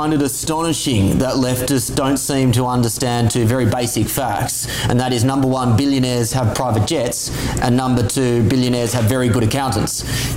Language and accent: English; Australia; now in United Kingdom; my home country of Australia